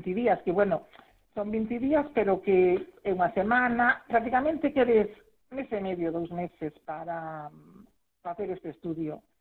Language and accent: Galician; A Guarda, Galicia, Spain; Eu, por exemplo, son da Guardia, e desplazarte a Santiago, isto leva un custo